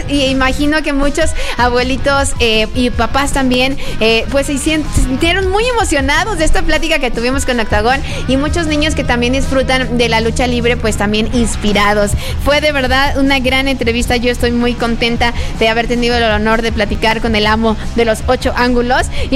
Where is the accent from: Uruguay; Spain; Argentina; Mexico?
Mexico; seamos así de increíbles increíbles y apasionados como somos mexicanos para celebrar tanto